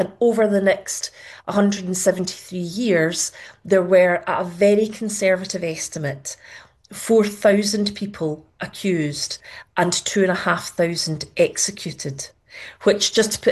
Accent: St Andrews, Scotland, United Kingdom; Now, I grew up in Scotland, and I actually went to high school in the town of St Andrews

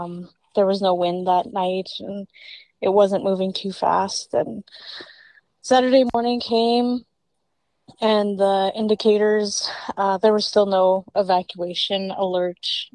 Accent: Penticton, British Columbia, Canada; I'm originally from Penticton, and my home community is Penticton Indian Band.

